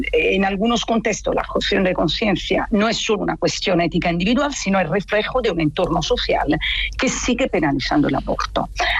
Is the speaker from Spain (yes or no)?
no; Italy; Spanish is a second language; Como se puede notar de mi acento, yo soy italiana.